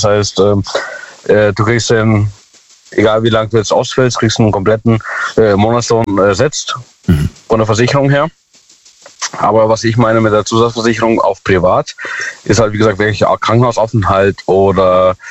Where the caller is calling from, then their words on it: Ottersweier, Baden-Württemberg, Germany; Ja, aus Ottersweier.